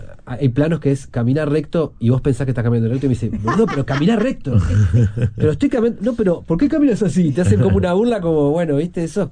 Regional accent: Uruguay; soy tan uruguayo que extraño mucho cuando me voy

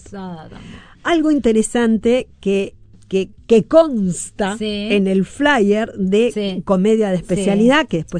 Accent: Uruguay; porque acá todo se habla, todo en el Uruguay, todo se conversa, porque somos gente pacífica, tranquila, que no molesta a nadie.

